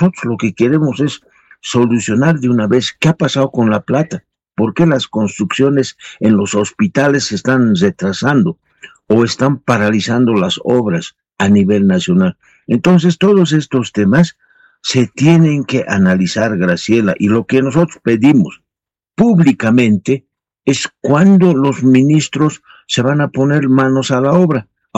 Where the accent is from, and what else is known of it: Bolivia